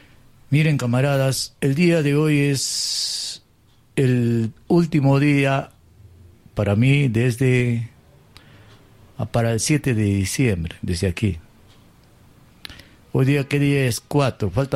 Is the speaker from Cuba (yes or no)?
no; Peru; los peruanos somos